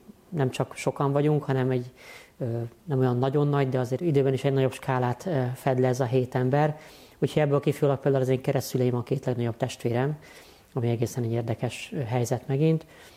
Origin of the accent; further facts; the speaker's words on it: Budapest, Hungary; Egy budapesti nagy katolikus családból származom, 7 vagyunk testvérek, én vagyok a legkisebb.